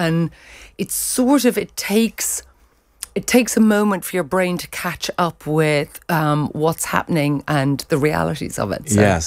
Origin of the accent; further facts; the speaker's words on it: Ireland; now in England, United Kingdom; When we as an Irish family moved to Surrey in England...